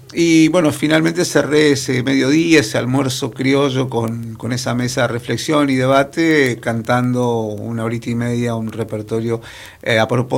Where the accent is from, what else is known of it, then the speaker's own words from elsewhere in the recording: Río Turbio, Santa Cruz, Argentina; also born or lived in 28 de Noviembre, Santa Cruz; yo me crié hasta los 10 años en 28 y después la familia se mudó a Río Turbio.